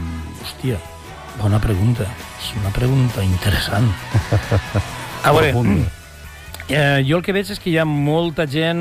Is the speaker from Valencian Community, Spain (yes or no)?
yes; Valencian Community, Spain; A nivell teatral em costa molt, sempre ho he dit, em costa molt, i vinc del País Valencià, és una cosa que sempre m'ha calfat molt el cap, no?